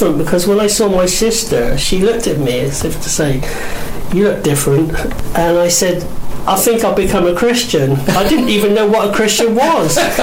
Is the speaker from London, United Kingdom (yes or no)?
no; Plymouth, South West England, United Kingdom; moved away; also born or lived in Bristol; No, you can tell from my accent. I come from originally from Plymouth.